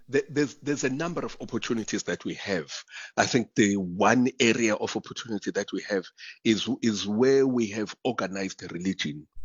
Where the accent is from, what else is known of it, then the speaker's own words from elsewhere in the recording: Umlazi, KwaZulu-Natal, South Africa; I'm from Umlaz